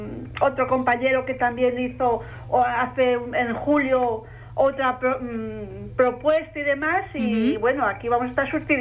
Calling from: Quintanar, Spain; aquí en Quintanar ya sabes que hay una asociación astronómica

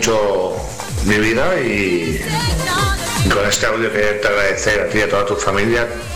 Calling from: Valencia, Valencian Community, Spain; de Valencia

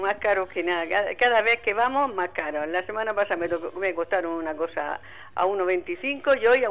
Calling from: Murcia, Region of Murcia, Spain; soy de aquí, de Ronda Sur.

